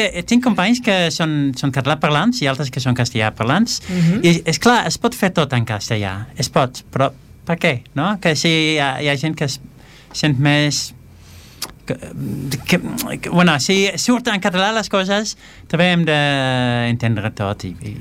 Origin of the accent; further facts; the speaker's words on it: Netherlands; first language Dutch; Catalan is a second language; Com jo sóc holandès, parlo en holandès amb els meus fills.